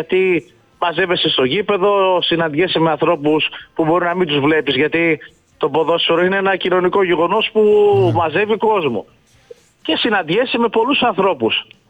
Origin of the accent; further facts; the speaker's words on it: Chiliodendro, Western Macedonia, Greece; το Χιλιόδρο που είναι το χωριό μου, το χωριό που μένω